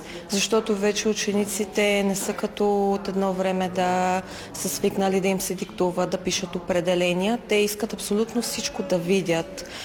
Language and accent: Bulgarian; Krupnik, Blagoevgrad Province, Bulgaria; Да, от Крупник сме, да.